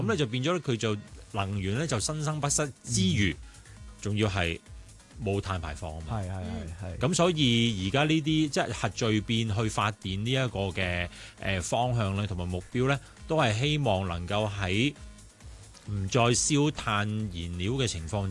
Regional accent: Hong Kong; 我哋香港人

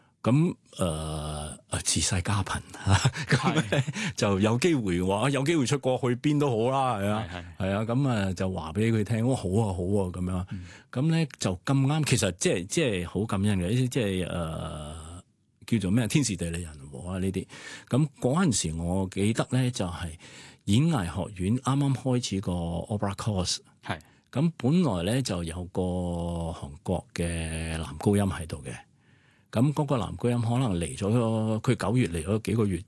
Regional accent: Malaysia; 尤其是係我哋馬來西亞人，即係由細到大都講咗四五種啦。

